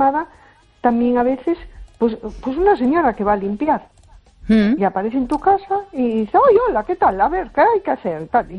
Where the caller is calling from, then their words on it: A Coruña, Galicia, Spain; de Coruña.